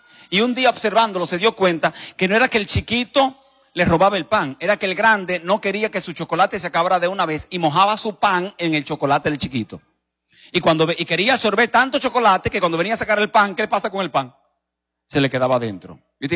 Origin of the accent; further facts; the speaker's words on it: Dominican Republic; moved away; en mi país, República Dominicana, donde yo nací, me crié